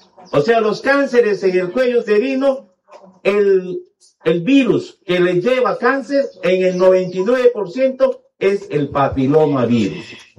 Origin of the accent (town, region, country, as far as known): San Martín, Peru